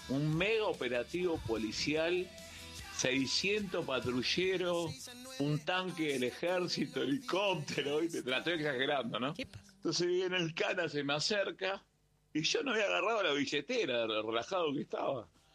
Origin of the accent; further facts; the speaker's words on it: Chubut, Argentina; moved away; yo soy originario de Chubut. Bueno, de vez en cuando voy.